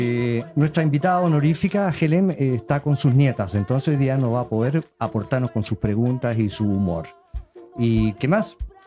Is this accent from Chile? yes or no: yes; Chile; now in Norway; Bueno, primero que nada … soy chileno, noruego, soy contador